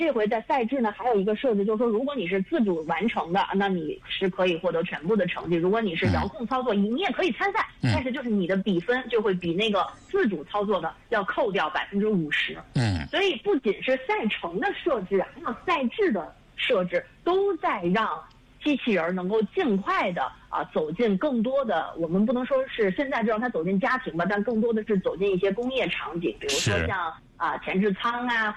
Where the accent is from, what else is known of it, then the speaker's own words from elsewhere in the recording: China; 这很像我们中国人从小就知道的一个故事